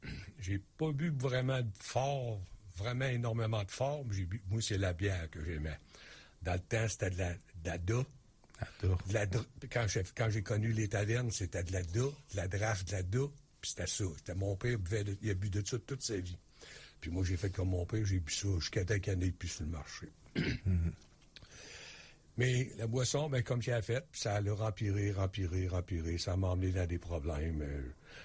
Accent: Quebec City, Quebec, Canada; born there; also born or lived in Loretteville; Moi, j'étais un petit gars de Leroyville. Pendant 9 ans de temps, j'ai resté à Leroyville, puis à 9 ans, mes parents ont acheté une maison à Val-Balaire. Puis j'ai passé ma vie à Val-Balaire, puis je reste encore à Val-Balaire.

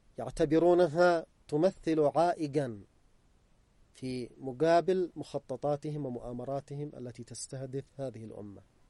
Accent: Yemen; هو ظلم يستهدفنا كشعب يمني، نعاني منه كشعب يمني في كل واقع حياتنا

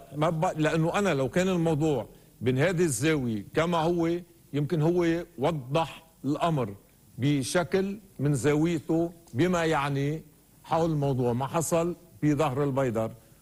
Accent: Zahle District, Beqaa, Lebanon

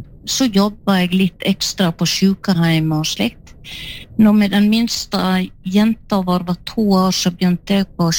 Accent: Skjolden, Vestland, Norway; Jeg vokste opp på Skjolden, på en plass som heter Elvetun, og foreldrene mine de drev inn i et pensjonat

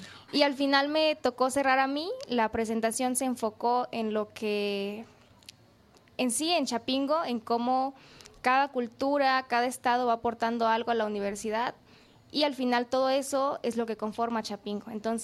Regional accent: Chiapas, Mexico; moved away; Del estado de Chiapas.

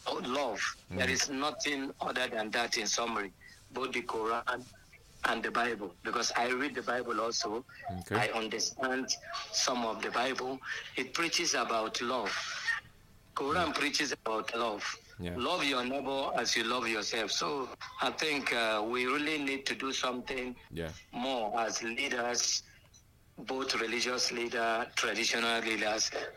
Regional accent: Enugu, Enugu State, Nigeria; also born or lived in Adamawa State; I was born and brought up here in Enugu. I school here. I did everything. I know the terrain more than I do know up there in the north. I'm from Adamawa State, but I'll call Enugu my state.

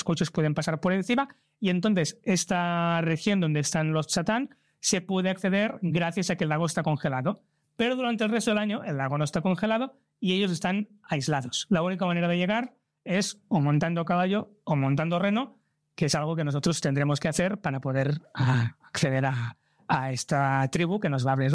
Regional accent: Barcelona, Catalonia, Spain; yo vengo de Barcelona

